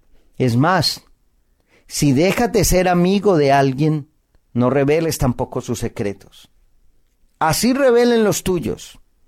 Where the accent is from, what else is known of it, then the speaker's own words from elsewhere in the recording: Colombia; en mi país, Colombia